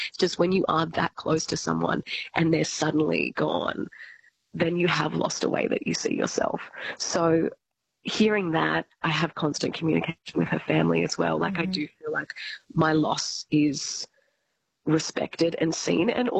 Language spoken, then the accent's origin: English; Albury, New South Wales, Australia; In Albury-Wodonga, so I'm from Albury, yes.